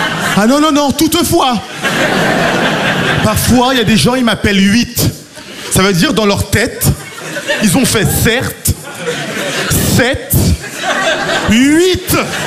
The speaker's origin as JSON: {"language": "French", "region": "Île-de-France", "country": "France", "tie": "born or raised there"}